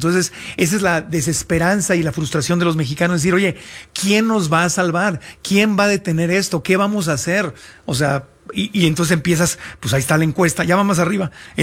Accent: Mexico; Pero mi opinión como mexicano es que no es, Estados Unidos no lo va a venir a arreglar.

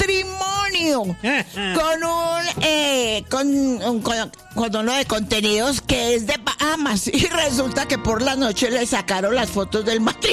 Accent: Arica, Arica y Parinacota, Chile; Mirá que nosotros venimos de un pueblo de Chile que se llama Arica. ¿Vos conocés Arica?

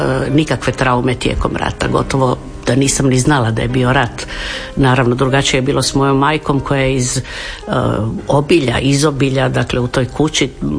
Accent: Imotski, Split-Dalmatia County, Croatia; Igrom slučaja sam rođena u Splitu, u to vrijeme mi smo živjeli u našoj prelijepoj vili u Imotskom.

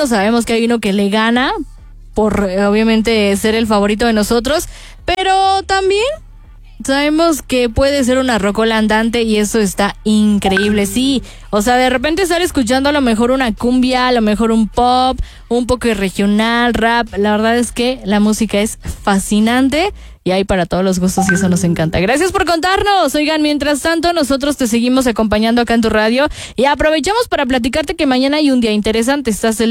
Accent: Mexico; el mariachi es parte de nuestra cultura, de nuestra riqueza, de nuestras raíces como mexicanos.

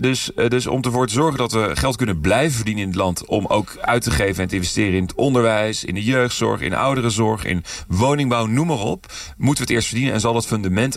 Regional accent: Rotterdam, South Holland, Netherlands; Als Rotterdammer zeg ik

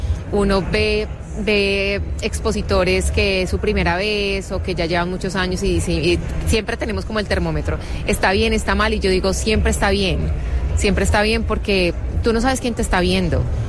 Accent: Cali, Valle del Cauca, Colombia; now in Bogotá, Colombia; Somos de Cali y me encantaba Bogotá y dije, lo visualicé, estuve en Bogotá feliz, 6 años

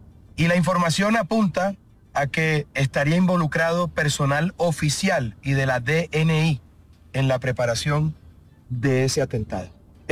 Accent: Colombia; todos los colombianos que nos atrevemos a defender a esta patria.

